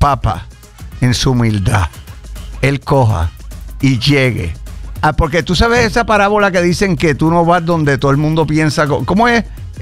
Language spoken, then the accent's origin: Spanish; Puerto Rico; Y como buenos puertorriqueños, ya estamos en la etapa de comprar agua, comprar batería, comprar pan.